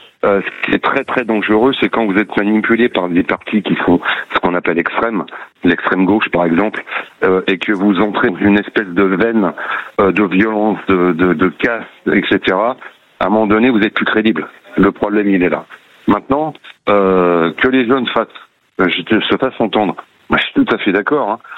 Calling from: Courson-les-Carrières, Bourgogne-Franche-Comté, France; Moi, je suis à côté d'Auxerre, je suis à Courson des Carrières.

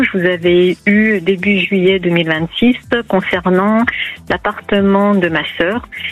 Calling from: Saint-Priest, Auvergne-Rhône-Alpes, France; À côté de Lyon, Saint-Priest

